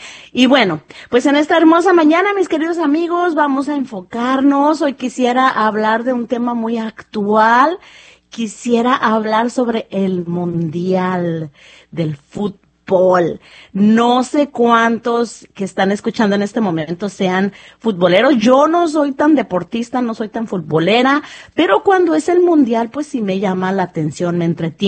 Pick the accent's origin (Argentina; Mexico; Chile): Mexico; yo soy mexicana, soy mexicoamericana, tengo las dos ciudadanías